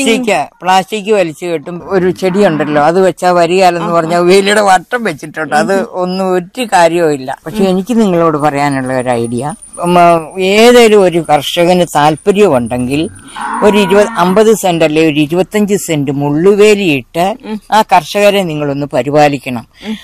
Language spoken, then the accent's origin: Malayalam; Kanjirappally, Kerala, India; now in Rajagiri, India; ഞാൻ കാഞ്ഞിരപ്പള്ളിക്കാരത്തിയാണ്. കാഞ്ഞിരപ്പള്ളിയിൽ നിന്ന് കുടിയേറിയതാണ് എന്റെ വീട്. എന്റെ വീട് പാലാവയിലാണ്. അവിടെ നിന്ന് കല്യാണം കഴിച്ചാണ് രാജഗിരി വന്നത്.